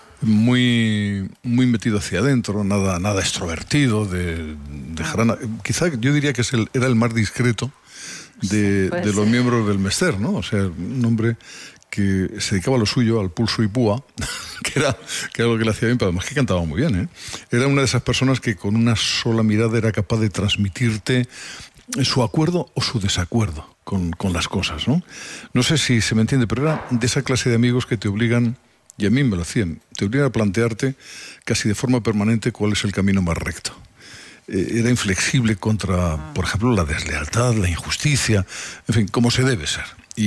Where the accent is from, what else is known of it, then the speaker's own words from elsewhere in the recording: Albacete, Castilla-La Mancha, Spain; moved away as an adult; now in Madrid, Spain; Yo vengo de Albacete a estudiar periodismo, me encuentro con ellos, yo cantaba, un poquito cantaba en Albacete